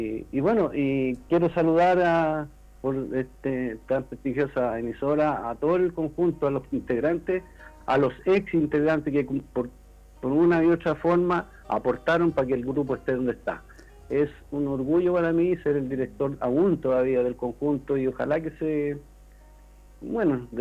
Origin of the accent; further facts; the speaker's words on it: Palmilla, O'Higgins, Chile; now in Peralillo, Chile; Yo soy de tomo y lomo, del Guillo primero, de Palmilla, después soy de Peralillo.